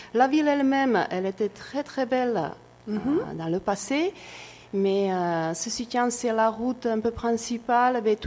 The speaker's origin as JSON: {"language": "French", "town": "Ústí nad Labem", "region": "Ústí nad Labem Region", "country": "Czechia", "tie": "born there", "second_language": "French", "moved": "yes", "said": "Alors, je suis née à Ústí nad Labem. C'est une ville qui se situe à nord-ouest de Prague, à peu près à 80 km. C'est plutôt proche de la frontière avec l'Allemagne."}